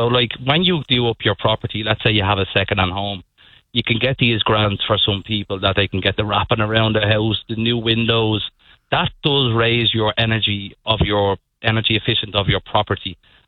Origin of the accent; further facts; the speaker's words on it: Dublin, Leinster, Ireland; So you can probably hear from my voice, I'm from Dublin.